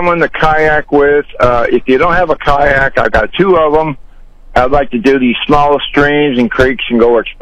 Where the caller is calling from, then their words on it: Nelson, Missouri, United States; Well, I live rural Nelson, but I'm here in Marshall.